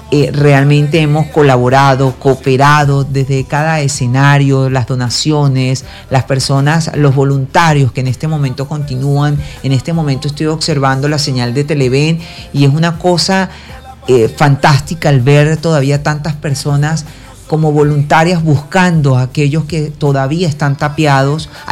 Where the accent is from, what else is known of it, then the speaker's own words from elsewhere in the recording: Venezuela; nos conmueve muchísimo como venezolanos.